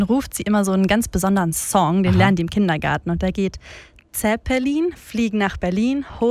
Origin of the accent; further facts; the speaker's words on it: Bregenz, Vorarlberg, Austria; Ich bin in Bregenz aufgewachsen